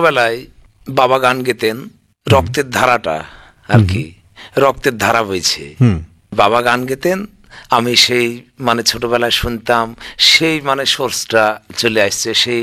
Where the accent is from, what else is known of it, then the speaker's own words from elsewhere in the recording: Gorbhanga, West Bengal, India; আমার বাড়ি গোড়ভাঙা।